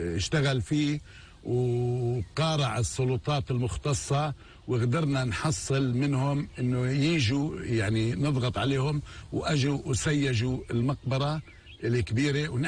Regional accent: Palestine; نحن فلسطينيين خاوة.

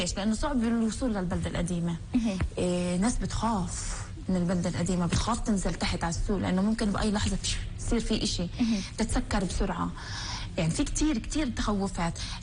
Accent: Palestine

